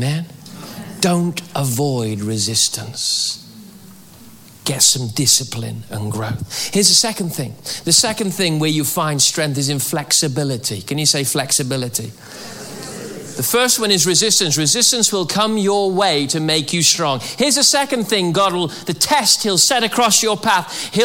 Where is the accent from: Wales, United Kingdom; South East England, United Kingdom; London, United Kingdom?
Wales, United Kingdom; because I'm Welsh.